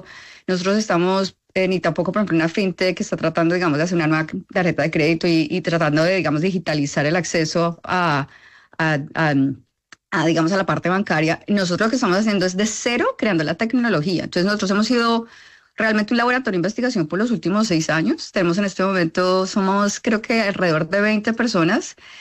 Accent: Neiva, Huila, Colombia; moved away; Yo soy de Neiva, huilense, lo conozco en Boston en el 2007

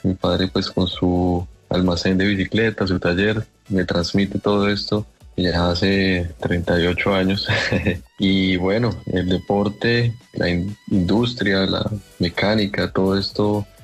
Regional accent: Colombia; moved away; A todos mis compatriotas colombianos que están en el exterior

